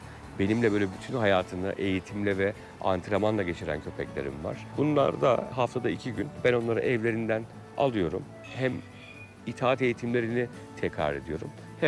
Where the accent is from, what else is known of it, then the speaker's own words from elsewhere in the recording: Istanbul, Turkey; born there; 1984 İstanbul doğumluyum.